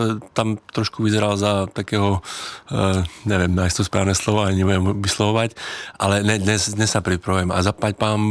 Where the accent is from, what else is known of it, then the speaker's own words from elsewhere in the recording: Košice, Košice Region, Slovakia; že ja som z Košíc, no tak to ani náhodou.